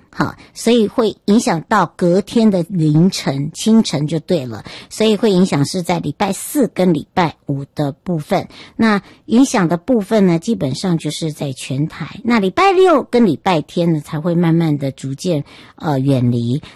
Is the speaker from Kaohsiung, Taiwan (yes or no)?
no; Yuli, Hualien County, Taiwan; 那整个活动呢是10月18号在玉里，那么在这个我的家乡齁，来正式启动。